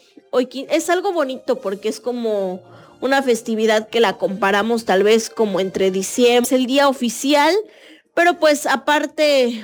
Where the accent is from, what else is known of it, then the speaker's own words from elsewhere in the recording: Mexico; como mexicanos y mexicanas una vez al año nos sentimos muy orgullosos de gritar ¡Viva México!